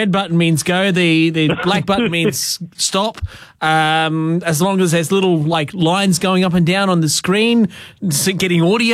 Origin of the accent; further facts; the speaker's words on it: Middlemount, Queensland, Australia; It told me that from my hometown's Middlemount out in Western Queensland.